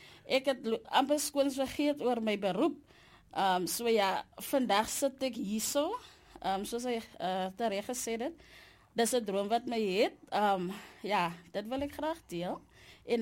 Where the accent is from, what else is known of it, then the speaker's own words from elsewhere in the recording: George, Western Cape, South Africa; moved away as an adult; now in Oudtshoorn, South Africa; Ek is eintlik van George, maar vir die afgelope 5 jaar, eintlik meer as 5 jaar, 7 jaar is ek in Oudtshoorn